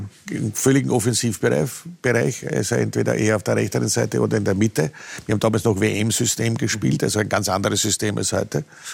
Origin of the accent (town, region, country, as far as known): Altlengbach, Lower Austria, Austria; born there